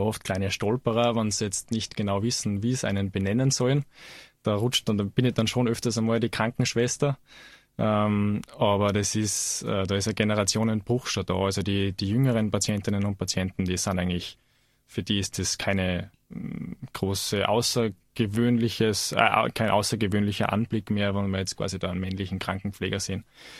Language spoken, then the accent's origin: German; Salzburg, Austria; born there; now in Innsbruck, Austria; ich bin 30 Jahre alt, bin geboren in Salzburg, wohne jetzt in Innsbruck